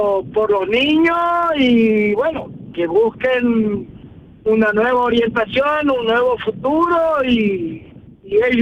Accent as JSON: {"language": "Spanish", "country": "Argentina", "lives_now": "Málaga, Spain", "said": "Yo soy argentino"}